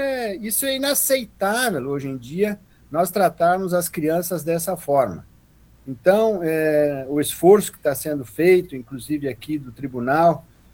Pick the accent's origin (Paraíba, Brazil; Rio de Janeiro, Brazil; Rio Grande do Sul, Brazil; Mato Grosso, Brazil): Rio Grande do Sul, Brazil; Campina das Missões; also born or lived in Cascavel; now in Curitiba, Brazil; E não sou de Palmeiras das Missões, sou de Campina das Missões